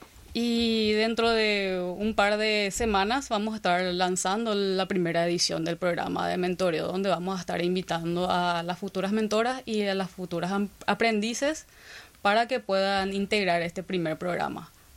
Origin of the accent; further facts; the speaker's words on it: Luque, Central, Paraguay; Yo soy de Luque, soy de la ciudad de Luque.